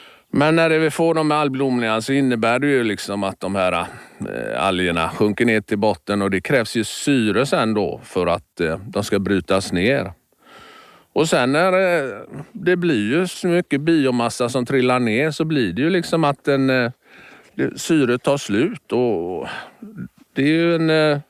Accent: Västra Götaland County, Sweden; Fjordar har vi i Bohuslän där jag växte upp.

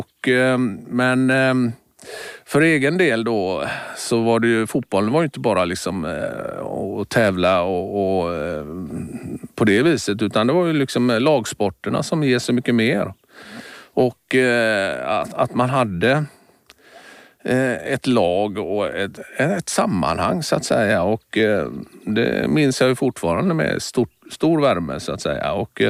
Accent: Gothenburg, Västra Götaland County, Sweden; som göteborgare så är det ju fotbollen

